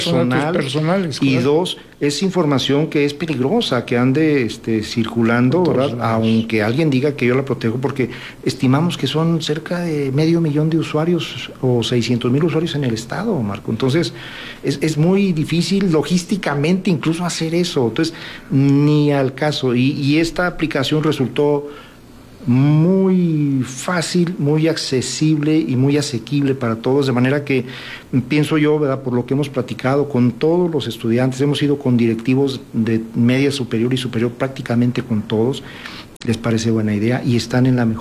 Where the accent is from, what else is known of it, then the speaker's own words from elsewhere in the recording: Durango, Mexico; Somos de aquí de Durango